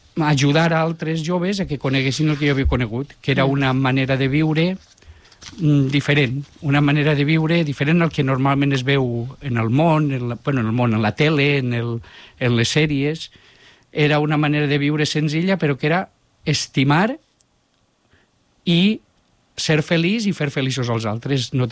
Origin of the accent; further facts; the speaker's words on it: Betxí, Valencian Community, Spain; de Betxí, del meu poble